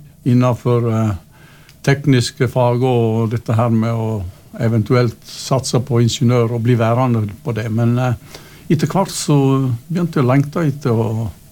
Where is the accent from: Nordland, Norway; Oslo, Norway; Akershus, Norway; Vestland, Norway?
Vestland, Norway; Øvre Årdal; moved away as an adult; now in Innvik, Stryn, Norway; Jeg har vokst opp i Øvre Årdal og vært der for det meste. Ja, jeg er stolt Årdal.